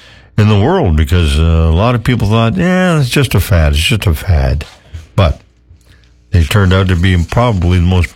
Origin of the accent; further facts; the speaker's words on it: Cobourg, Ontario, Canada; born there; also born or lived in Germany; I was growing up in Coburg, Ontario.